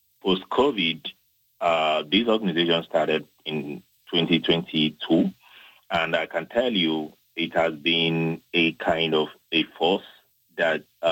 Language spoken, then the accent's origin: English; Nigeria; Yeah, back in Nigeria, what we do is our parents, because back then we were kids, so our parents, they will go and roast the yam.